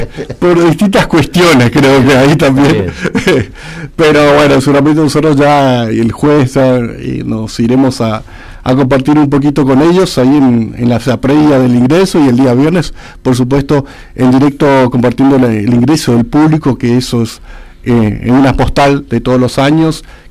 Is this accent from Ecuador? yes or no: no; Argentina